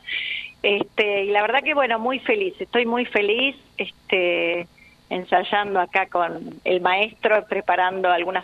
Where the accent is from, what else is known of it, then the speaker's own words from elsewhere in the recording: Comodoro Rivadavia, Chubut, Argentina; moved away as an adult; now in Puerto Madryn, Argentina; yo soy nativa de Comodoro Rivadavia, amo mi ciudad, obviamente, pero me considero madrinense por adopción.